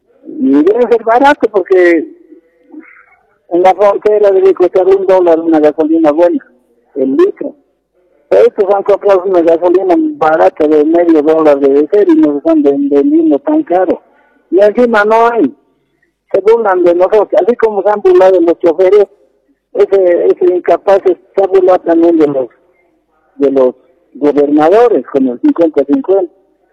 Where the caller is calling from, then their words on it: La Paz, Bolivia; Estoy llamando de La Paz